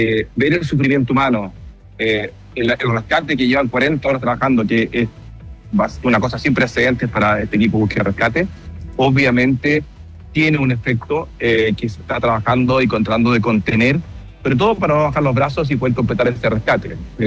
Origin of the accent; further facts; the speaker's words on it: Chile; Como chileno lo hemos vivido tantas veces y obviamente nos identificamos mucho con ese sufrimiento.